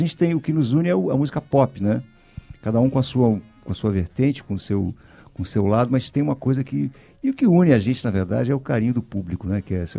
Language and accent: Portuguese; São Paulo, Brazil; now in Rio de Janeiro, Brazil; eu sou paulistano.